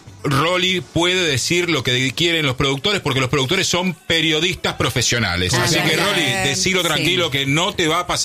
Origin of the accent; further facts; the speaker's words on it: Argentina; qué orgullo ser argentino.